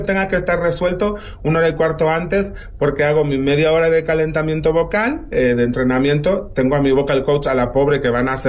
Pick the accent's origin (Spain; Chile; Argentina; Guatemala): Spain; now in Mexico; Ya me siento como medio mexicano, sobre todo como artista, porque es verdad que aquí me cuidan muchísimo más que en mi país